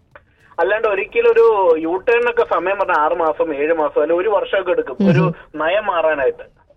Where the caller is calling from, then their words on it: Ernakulam, Kerala, India; എറണാകുളത്ത്